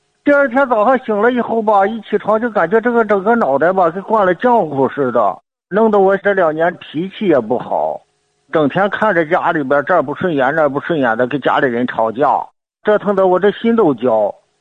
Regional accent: Hebei, China; 我今年我70岁了，我家是河北的

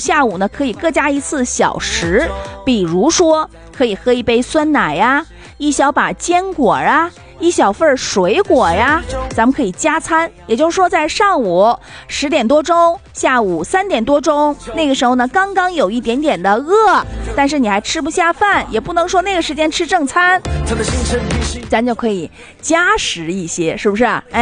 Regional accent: Northeast China, China; 我们东北人愿意吃凉拌菜哈

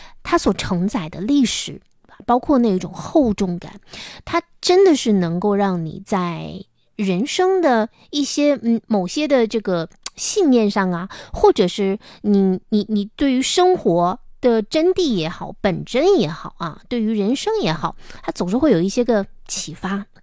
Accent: Northeast China, China; 其实挺符合咱们东北人口味的啊

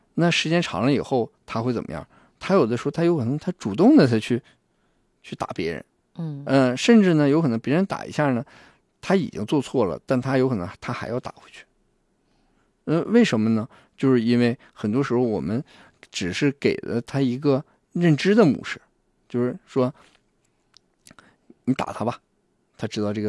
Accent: Northeast China, China; 这个我们东北人说是撩是别人

